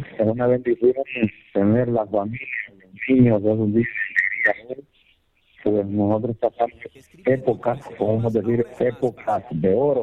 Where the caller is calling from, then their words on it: Sulaco, Yoro, Honduras; De Sulaco Lloro.